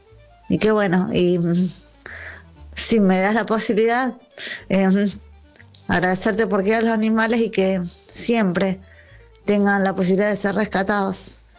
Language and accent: Spanish; Junín, Buenos Aires Province, Argentina; de Junín y pago alquiler y nos mudamos en breve con todos.